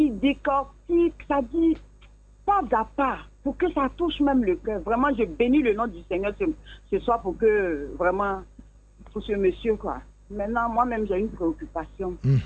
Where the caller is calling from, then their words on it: Abidjan, Côte d’Ivoire; J'appelle d'Abidjan.